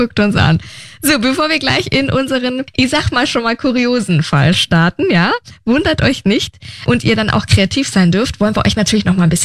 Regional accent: Nuremberg, Bavaria, Germany; born there; now in Berlin, Germany; Nürnberg mein Geburtsort übrigens, Berlin mein aktueller Wohnort.

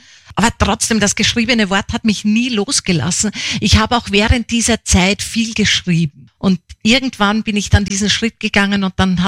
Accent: Upper Austria, Austria; Meine Mutter stammt aus Bayern und aufgewachsen bin ich dann in Oberösterreich. Man spricht da zwar überall Deutsch, aber unterschiedlich Deutsch.

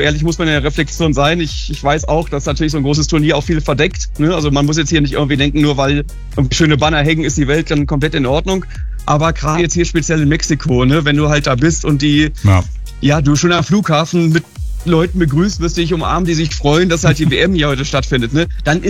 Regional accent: Germany; als Deutsche

